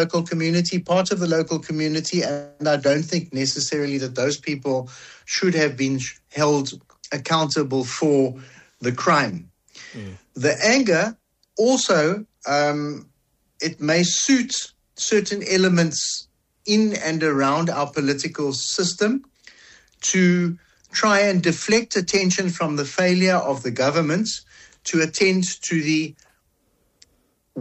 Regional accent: South Africa

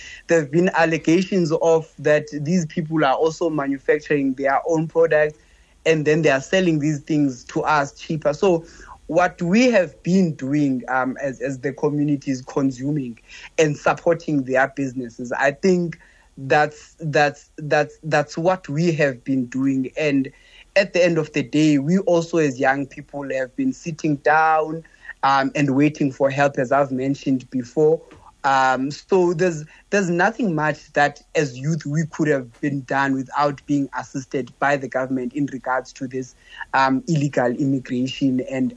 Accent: South Africa

